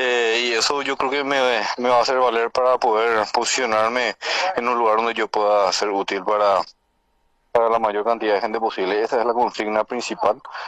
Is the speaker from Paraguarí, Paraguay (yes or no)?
yes; Carapeguá, Paraguarí, Paraguay